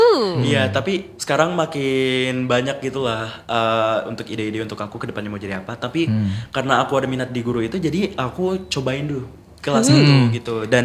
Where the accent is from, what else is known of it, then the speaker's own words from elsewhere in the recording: Tenggarong, East Kalimantan, Indonesia; Karena aku dari awal SMA, aku merantau. Aku aslinya orang Tenggarong, Kak.